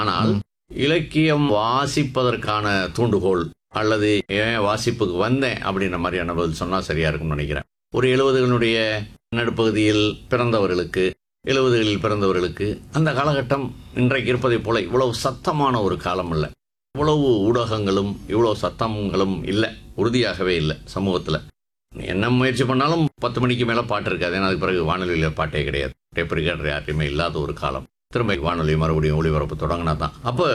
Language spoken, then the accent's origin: Tamil; Madurai, Tamil Nadu, India; now in Chennai, India; அப்போ தல்லாபுளம் தான் என்னுடைய பூர்வீகம். நான் படித்ததெல்லாம் பெரும்பாலும் தல்லாபுளத்தில் படித்தேன்.